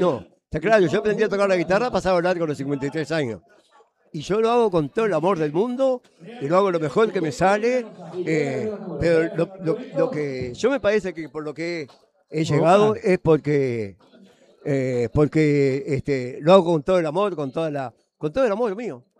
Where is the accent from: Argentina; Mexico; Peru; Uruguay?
Uruguay; Maldonado; born there; also born or lived in Durazno, Uruguay